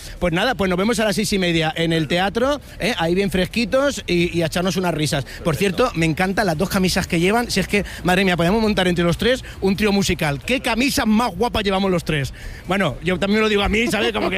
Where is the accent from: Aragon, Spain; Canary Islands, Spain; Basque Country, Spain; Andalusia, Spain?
Andalusia, Spain; Porcuna; Yo soy hijo de Porcunera.